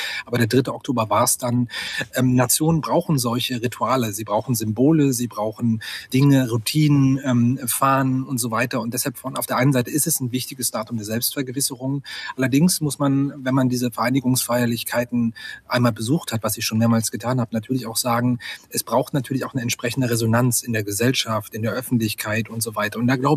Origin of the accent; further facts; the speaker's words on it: Saxony-Anhalt, Germany; Und natürlich fallen die Wahlergebnisse in Leipzig ganz anders aus als in meiner Heimatstadt oder meiner alten Heimatregion in Mansfeld-Südharz.